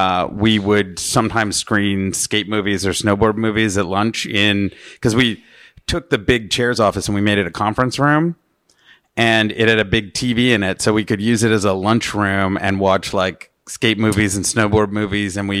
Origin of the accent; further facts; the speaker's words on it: Western Canada, Canada; I am still a Canadian.